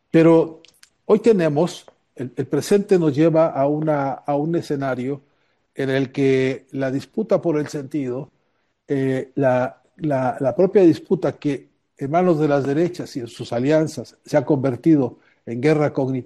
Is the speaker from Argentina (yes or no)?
no; Mexico; nuestra identidad como mexicanos